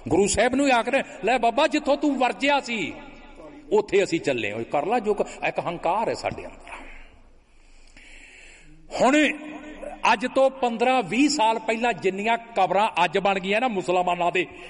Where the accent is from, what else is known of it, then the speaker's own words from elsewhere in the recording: Punjab, India; ਮੇਰਾ ਕਪੂਰਥਲੇ ਦੇ ਲਾਗੇ ਪਿੰਡ ਹੈ, ਮੇਰਾ ਜ਼ਿਲ੍ਹਾ ਕਪੂਰਥਲਾ ਹੈ।